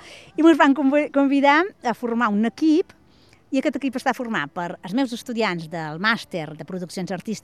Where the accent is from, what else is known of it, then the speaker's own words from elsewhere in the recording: Balearic Islands, Spain; som menorquina i som professores a la Universitat de Barcelona